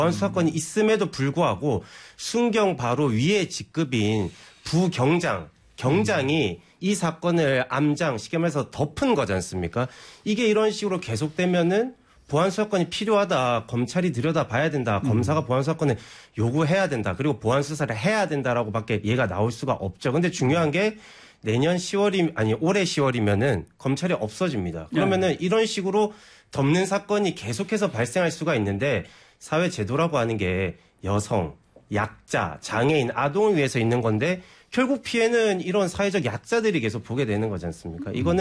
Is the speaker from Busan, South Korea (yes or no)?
yes; Busan, South Korea; now in Seoul, South Korea; 안녕하십니까. 부산 출신이지만 서울 특별시 시민인